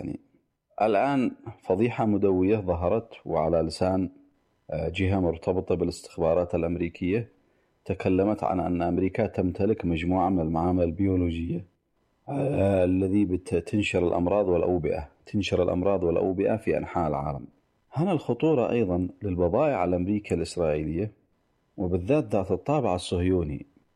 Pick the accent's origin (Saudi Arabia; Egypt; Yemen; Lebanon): Yemen; عندنا في اليمن محاصرين